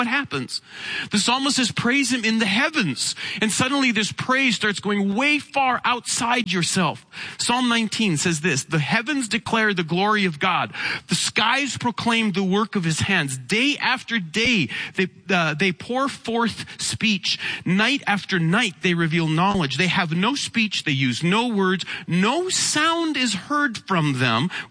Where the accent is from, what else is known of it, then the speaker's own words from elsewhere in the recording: Canada; As a Canadian kid, I grew up on three channels, two of them that were fuzzy and one of them that wasn't.